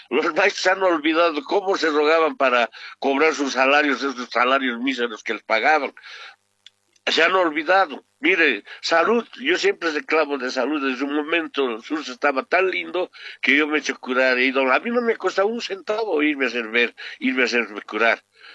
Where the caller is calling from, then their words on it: La Paz, Bolivia; Hablo de la ciudad de La Paz.